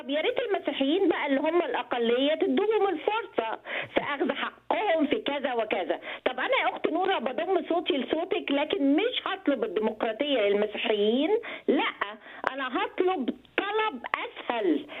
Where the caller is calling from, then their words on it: Egypt; وأنا كمصرية